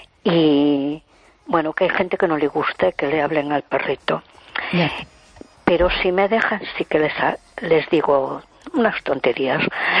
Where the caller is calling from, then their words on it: A Coruña, Galicia, Spain; de Coruña.